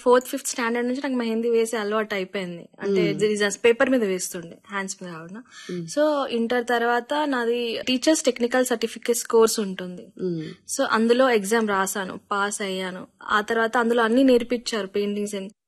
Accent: Adilabad, Telangana, India; also born or lived in Madharpet / Salewada / Bela; మాది బేసికల్లీ మాదర్పేట అంటే దండపల్లి దగ్గర మంచిర్యాల డిస్ట్రిక్ట్. నేను పుట్టింది మా అమ్మమ్మ వాళ్ళ ఊరు సాలేవాడలో. అక్కడ నుంచి ఇంకా మమ్మీ డాడీ వాళ్ళకి జాబ్స్ అని చెప్పేసి కొబ్బాయిలో వాళ్ళ జాబ్స్ చూసుకున్నారు. మళ్ళీ బేలాకి ట్రాన్స్ఫర్ అయ్యాం, బేలా నుండి ఆదిలాబాద్ కి ట్రాన్స్ఫర్ అయ్యాం.

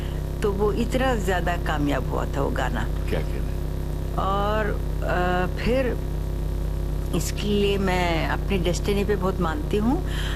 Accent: Tamil Nadu, India; also born or lived in Vijayawada; मेरे ख्याल से कुछ घंटे डेढ़ घंटे का सफ़र है चेन्नई से वहाँ, मतलब मैं तमिलियन हूँ समझिए।

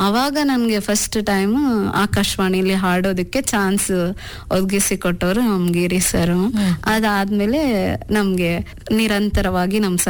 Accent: Karnataka, India; now in Davanagere, India; ನಮ್ಮೂರಲ್ಲಿ 1-7 ವರ್ಗೂ ಅಷ್ಟೇ ma'am school ಇರೋದು. ಅದಾದ್ಮೇಲೆ ನಾನು ಗೌರ್ಮೆಂಟ್ ಸ್ಕೂಲ್ ಅಲ್ಲಿ ಓದಿದ್ದು. ಅದಾದ್ಮೇಲೆ ನಮ್ಮೂರಿಂದ 1-2 ಕಿಲೋಮೀಟರ್ ದೂರ ಸಾಸಿವೆಯಲ್ಲಿ ಅಂತ, ಅಲ್ಲಿ ನನ್ನ ಹೈ ಸ್ಕೂಲ್ ಎಜುಕೇಶನ್ ಅಲ್ಲೇ ಮ್ಯಾಮ್, 8th, 9th, 10th ಅಲ್ಲಿ ಓದಿದ್ದು. ಅಲ್ಲಿಂದ PUC ಹರಪನಹಳ್ಳಿ

